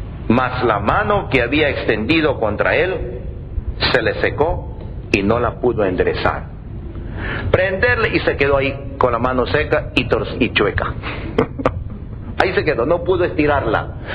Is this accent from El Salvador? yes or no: no; Ecuador; moved away; por lo menos en mi país, Ecuador